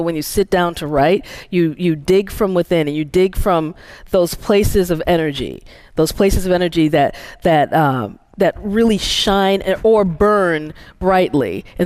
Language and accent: English; Nigeria; especially being Nigerian.